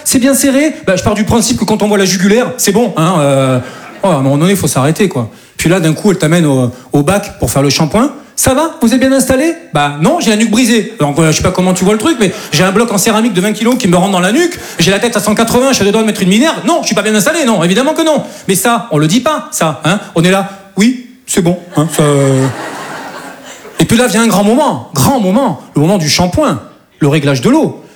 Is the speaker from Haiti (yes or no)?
no; Southern France, France; Je dis ça parce que moi, je viens du sud de la France. Et chez nous, c'est un peu plus tranquille, quoi.